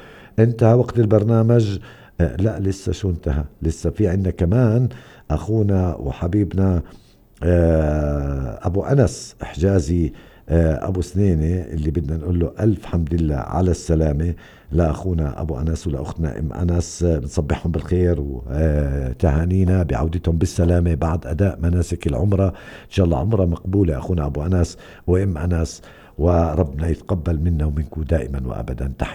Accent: Hebron, West Bank, Palestine; احنا من الخليل، بنفتخر لما بنشوف واحد من الخليل من كل المحافظة ومن كل فلسطين، بنفتخر انه احنا من هالبلد.

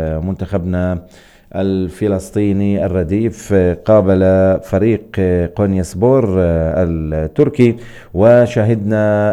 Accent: Palestine; بهمنا كثير كفلسطينيين

